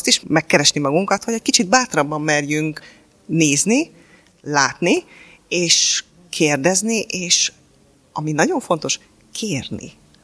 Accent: Budapest, Hungary; budapestiként elég sokat jártam gyerekkorom a várban

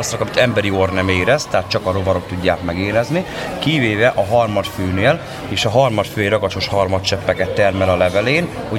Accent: Balmazújváros, Hajdú-Bihar, Hungary; Konkrétan Balmazújvárosról jöttünk, innen Debrecen mellől.

